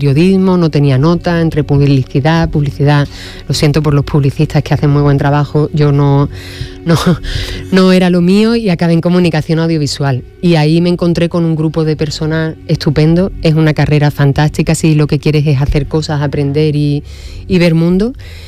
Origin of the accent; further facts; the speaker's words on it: Huelva, Andalusia, Spain; Y yo soy onubense también